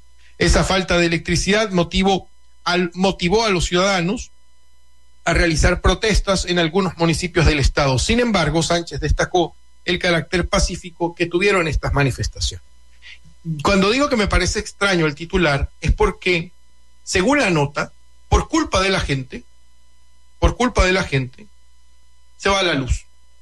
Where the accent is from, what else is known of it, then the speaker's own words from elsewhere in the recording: Venezuela; los efectos climáticos que nos afectan como país, como venezolanos.